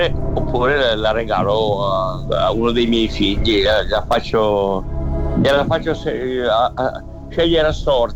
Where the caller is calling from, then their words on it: Palermo, Sicily, Italy; Da Palermo.